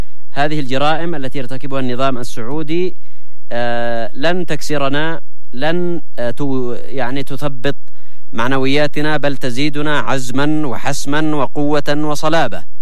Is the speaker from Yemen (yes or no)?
yes; Yemen